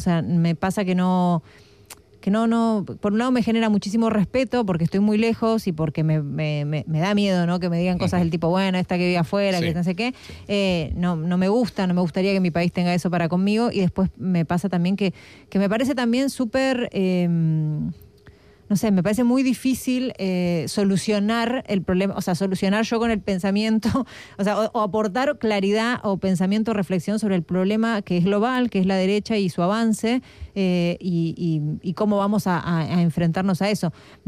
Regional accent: Argentina; now in Madrid, Spain; yo estoy vivo en Madrid, en mi vida, en mi casa, pero también nunca soy del todo de ahí, ¿no? Soy extranjera y si a eso le sumo como lo que tengo, lo que aprendí por mi recorrido, por ser argentina

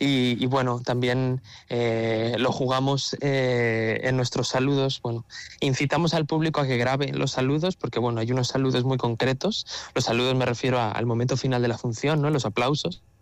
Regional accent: Madrid, Community of Madrid, Spain; No sé si en vuestra tierra ocurrió. Yo soy de Madrid

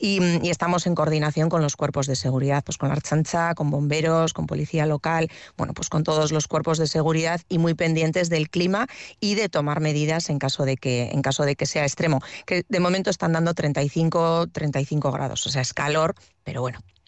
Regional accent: Basque Country, Spain; A nosotros en Euskadi pues no nos llama la atención porque somos de aquí, somos vascos y aquí llueve

